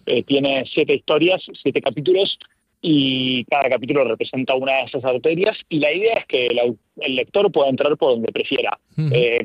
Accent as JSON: {"language": "Spanish", "country": "Argentina", "said": "yo soy argentino, publiqué en España"}